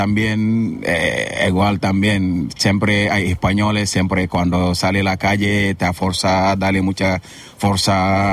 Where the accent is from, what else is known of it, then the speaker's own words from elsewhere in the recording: Senegal; Spanish is a second language; now in Gandia, Spain; yo soy de Senegal